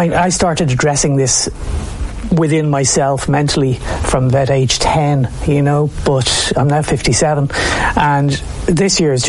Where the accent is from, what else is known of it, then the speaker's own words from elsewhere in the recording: Ireland; I grew up in Ireland in the early 70s, and I grew up as a teenage boy going to a boys' school